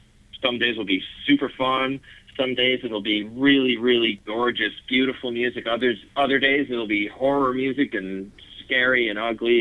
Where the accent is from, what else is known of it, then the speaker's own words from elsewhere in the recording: Saginaw, Michigan, United States; You know, I'm from Saginaw, and I'm really happy to be still involved with the music community of Saginaw